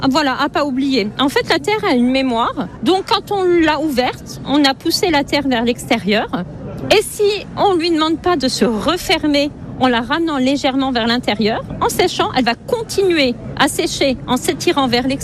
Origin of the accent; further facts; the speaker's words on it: Grand Est, France; je suis originaire du côté de Saint-Avold